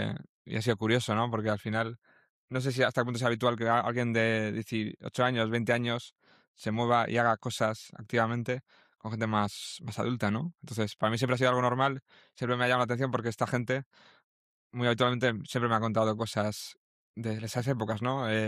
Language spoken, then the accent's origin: Spanish; La Rioja, Spain; born there; moved away; Me acuerdo que creé un superhéroe cuando yo era en La Rioja